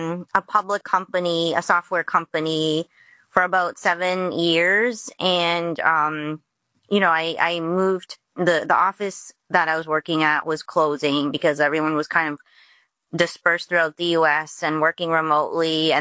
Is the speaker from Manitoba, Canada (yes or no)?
no; Windsor, Ontario, Canada; also born or lived in Dallas / New York City; now in Detroit, United States; I moved from Texas, Dallas, Texas. So I was living there while my husband was going to law school. But before that, I lived in New York City for six years, worked for a couple small firms there. And I'm actually from Windsor, Ontario, across the border.